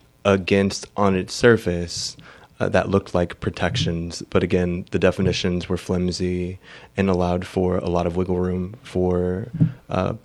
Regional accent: Redlands, California, United States; born there; I was born in Redlands too

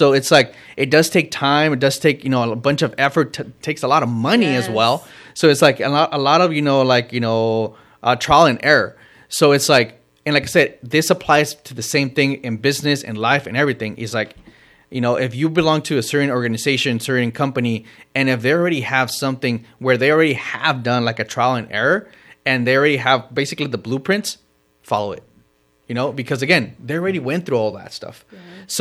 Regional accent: Mexico; moved away; also born or lived in United States; I'm also Mexican. I was raised in Mexico.

